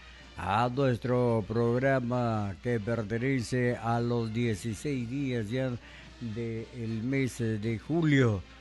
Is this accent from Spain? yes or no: no; Peru; tan indiferentes somos los peruanos, amable oyente, siempre trabajamos al desamor, vivimos en esta patria llamado Perú